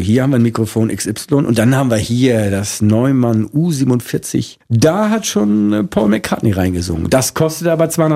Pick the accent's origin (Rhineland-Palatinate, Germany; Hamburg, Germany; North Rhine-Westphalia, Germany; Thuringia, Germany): Hamburg, Germany; Da würde ich jetzt als Hamburger sagen, darauf bin ich natürlich sehr stolz.